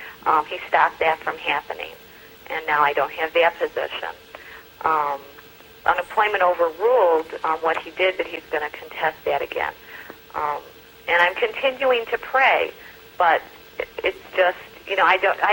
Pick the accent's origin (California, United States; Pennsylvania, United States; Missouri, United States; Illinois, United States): Illinois, United States; Chicago